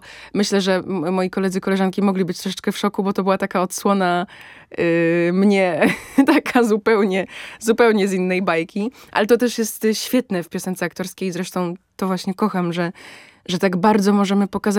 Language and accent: Polish; Szamotuły, Greater Poland Voivodeship, Poland; moved away; Ja jestem z Szamotuł, z Wielkopolski. I Szamotuły rzeczywiście, mimo tego, że jest to niewielkie miasto